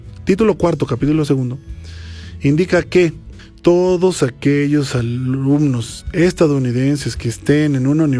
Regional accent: Mexico; Ahora, como mexicanos, la diáspora que se calcula diáspora

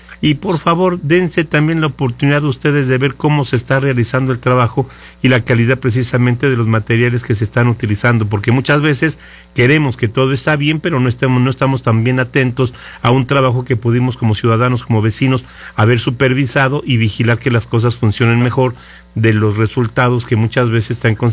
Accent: Mexico

